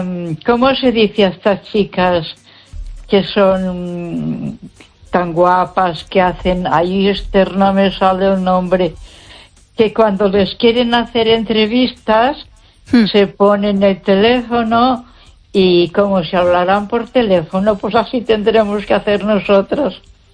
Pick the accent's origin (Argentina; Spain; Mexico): Spain; Ponferrada, Castile and León